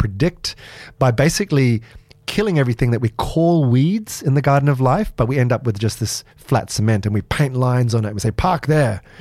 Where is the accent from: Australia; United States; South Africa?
South Africa; growing up in South Africa, sitting at dinner parties as a child